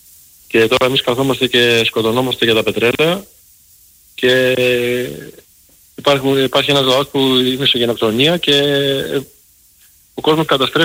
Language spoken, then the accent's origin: Greek; Patras, Western Greece, Greece; now in Chicago, United States; Έτυχε πέρυσι και ήμουν στην Ελλάδα, ήμουν στο χωριό μου στην Πάτρα